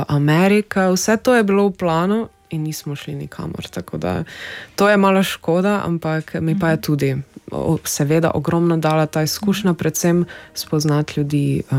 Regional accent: Styria, Slovenia; Malo v osnovni šoli, potem v srednji šoli smo pa tudi mi imeli italijanščino kot drug tuj jezik.

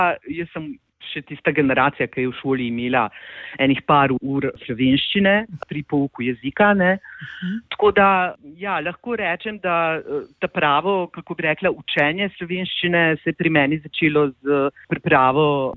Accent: Tuzla, Federation of Bosnia and Herzegovina, Bosnia & Herzegovina; jaz sicer prihajam iz Tuzle, študirala sem pa angliščino in francoščino v Ljubljani. Ne? In sem članica lokalne skupnosti slovenske v Tuzli

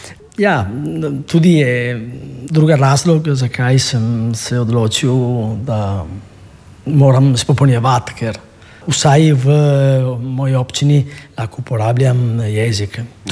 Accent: Padua, Veneto, Italy; moved away as an adult; now in Trieste, Italy; Jaz sem se rodil v Padovi, tam sem živel 30 let in potem je mi je zdelo preravno v Padovi in sem se preselil v Trst prej in potem v dolino pri Trstu

